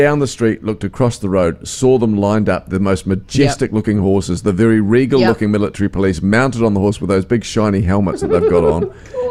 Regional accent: New Zealand; I'm from New Zealand

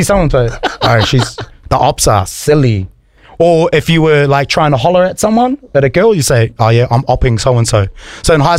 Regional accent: Gisborne, New Zealand; I do feel like I've opened up a can of worms for my hometown, Tairawhiti to Gisborne.

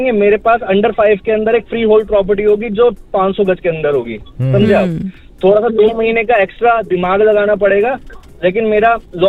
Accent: Delhi, India; मैं दिल्ली से हूँ तो हमें चाहिए कि भाई हमारे हाथ में जमीन हो

